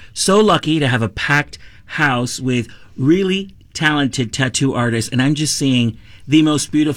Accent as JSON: {"language": "English", "town": "Salt Lake City", "region": "Utah", "country": "United States", "tie": "born or raised there", "said": "I grew up in Salt Lake."}